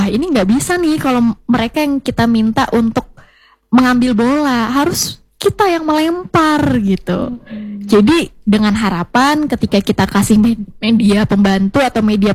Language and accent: Indonesian; Central Kalimantan, Indonesia